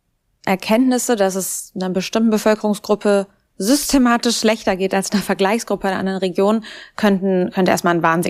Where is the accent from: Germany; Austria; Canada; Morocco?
Germany; North Rhine-Westphalia; Also es war nicht mal so, dass ich den Ort nicht mochte, wo ich aufgewachsen bin oder da keine Wurzeln hatte, aber irgendwie gab es für mich so keine Zukunft dort.